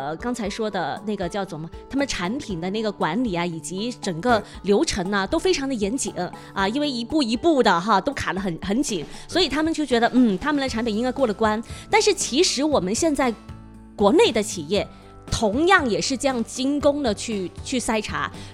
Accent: China; 我们中国人做事就是不一样哈。

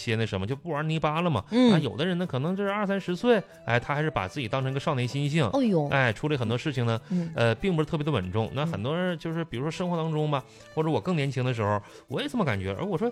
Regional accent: Northeast China, China; 就我们老家，我们东北

